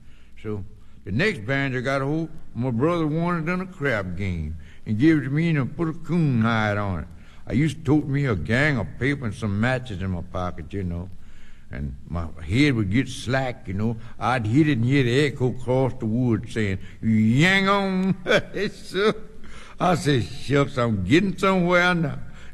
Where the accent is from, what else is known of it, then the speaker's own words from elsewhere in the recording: Red Bank, Mississippi, United States; born there; also born or lived in Clarksdale, Mississippi; I was born in Red Bank, Mississippi, out north of Red Bank there